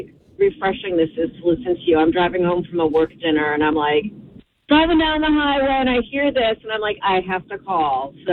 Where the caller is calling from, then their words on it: Morris County, New Jersey, United States; where I live in Morris County, we definitely have bears in our neighborhood.